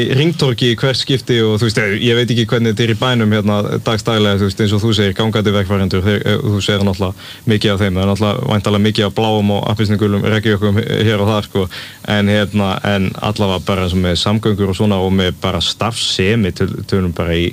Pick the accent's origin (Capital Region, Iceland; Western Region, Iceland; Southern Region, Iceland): Southern Region, Iceland; Og ég er úr Grímsnesinu, ég bjó í gullna hringnum